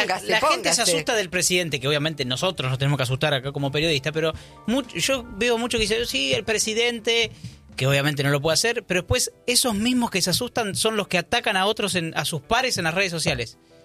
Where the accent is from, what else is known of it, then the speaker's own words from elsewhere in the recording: Argentina; como somos los argentinos vamos a decir Gucci Alpine